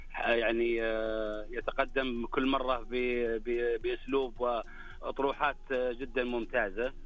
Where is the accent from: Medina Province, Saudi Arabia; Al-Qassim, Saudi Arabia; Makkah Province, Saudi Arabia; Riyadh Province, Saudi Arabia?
Al-Qassim, Saudi Arabia; كانت في ديرتنا بالقصيم